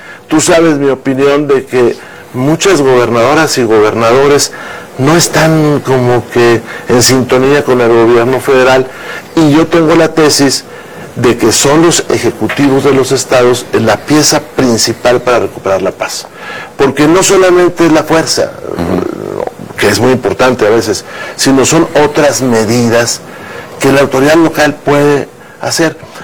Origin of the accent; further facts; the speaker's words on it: Mexico; Claro, como mexicanos podemos observar, pero ellos deben tomar sus decisiones.